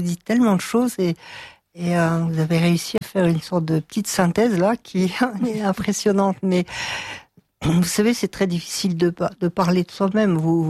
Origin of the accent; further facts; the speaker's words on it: Strasbourg, Grand Est, France; born there; Je suis née à Strasbourg car mon père travaille au Conseil de l'Europe, à la création du Conseil de l'Europe